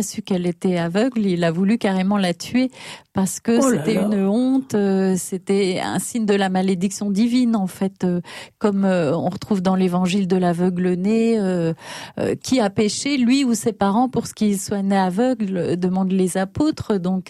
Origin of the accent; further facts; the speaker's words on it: Grand Est, France; Je ne suis pas alsacienne, je suis lorraine, ce qui est très différent.